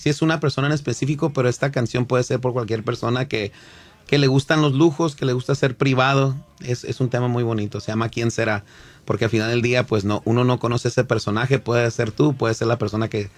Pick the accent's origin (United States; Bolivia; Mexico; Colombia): United States; Los Angeles, California; born there; Compusimos este corrido para toda nuestra gente angelina. Soy nacido en LA.